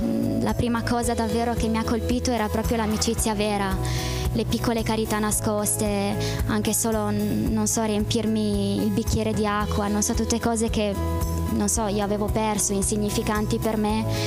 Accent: Verona, Veneto, Italy; sono italiana, vengo da Verona.

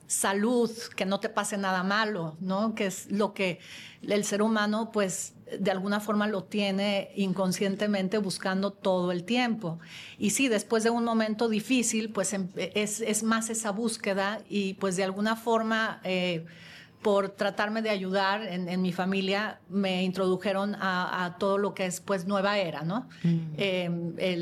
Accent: Mexico; como buena mexicana teníamos nuestra Virgen de Guadalupe en nuestra casa

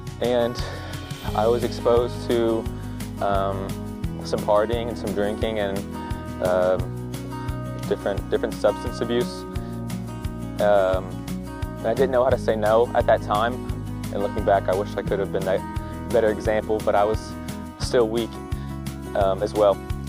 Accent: Louisiana, United States; I'm from Louisiana, really close, big family.

